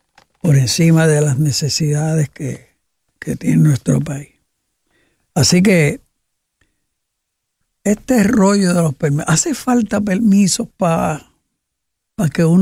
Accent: Puerto Rico

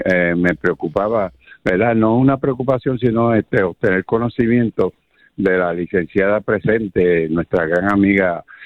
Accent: Guayama, Puerto Rico; Yo soy natural de Guayama … usted debe conocerme.

